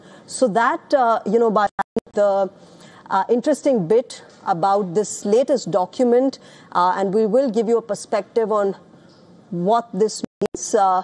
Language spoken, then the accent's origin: English; India; I come from India